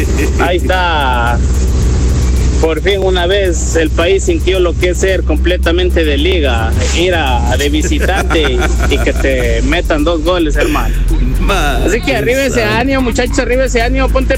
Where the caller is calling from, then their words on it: Ecuador; Igual seguimos siendo ecuatorianos, mijo